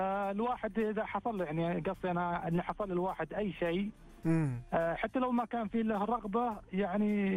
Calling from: Riyadh, Riyadh Province, Saudi Arabia; أنا أكلمك من الرياض

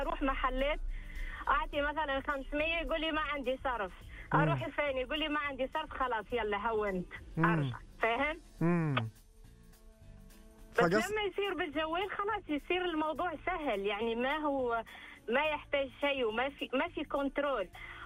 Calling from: Riyadh, Riyadh Province, Saudi Arabia; من الرياض.

